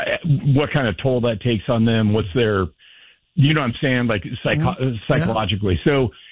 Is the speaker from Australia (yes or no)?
no; East Bay, California, United States; I was born and raised by family in the East Bay, and I got adopted when I was 9.